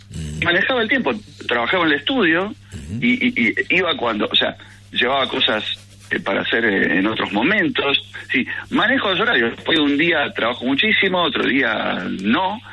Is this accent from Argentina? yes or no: yes; Argentina; tenemos que saber lo que tenemos como argentinos, tenemos que estar orgullosos de lo que tenemos como argentinos